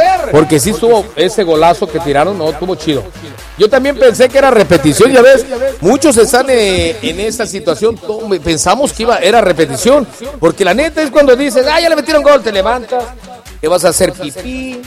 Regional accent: Mexico; Somos necios los mexicanos

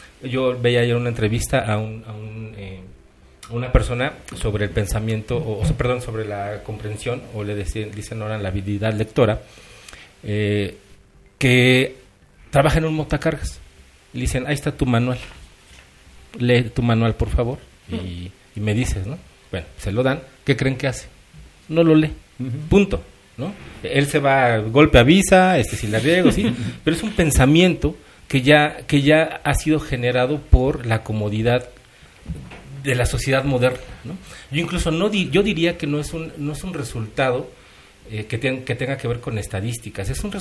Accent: Mexico

